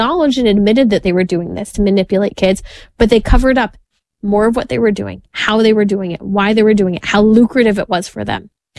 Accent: California, United States; we have my home state of California

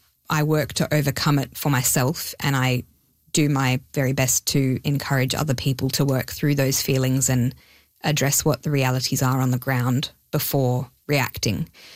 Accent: Sydney, New South Wales, Australia; first language Hebrew; English is a second language; moved away; I'm from Sydney, Australia originally, and I was born from Israeli parents. So I grew up speaking Hebrew

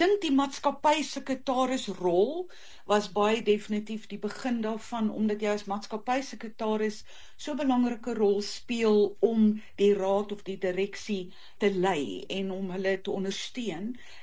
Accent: Klerksdorp, North West, South Africa; born there; Gebore in Noordwes in die goeie ou Klerksdorp.

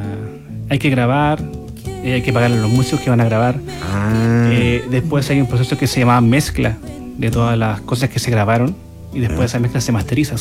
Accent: Calama, Antofagasta, Chile; moved away as an adult; now in Santiago, Chile; Yo soy de allá, de Calama.

